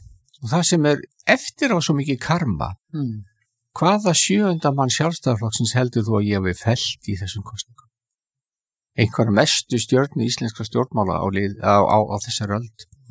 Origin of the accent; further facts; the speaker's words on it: Reykjavík, Capital Region, Iceland; Ég alinn upp í Skaftahlíðinni sem mitt á milli þessa gamla framvallar og valsvallarins undir æsku hlíðinni.